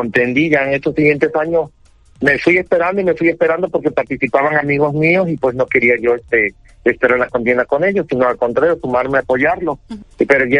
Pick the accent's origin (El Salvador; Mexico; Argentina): Mexico; Puerto Mariano, Veracruz; yo soy una persona que vengo de un pueblo, soy originario de Puerto Mariano, municipio de Puente Nacional, soy del pueblo, me debo al pueblo